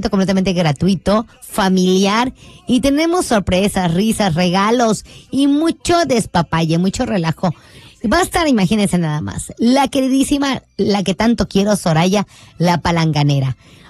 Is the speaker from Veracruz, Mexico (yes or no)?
no; Yucatán, Mexico; Pero como somos buenos yucatecos, el tradicional panuche y salbut no falta en sábado.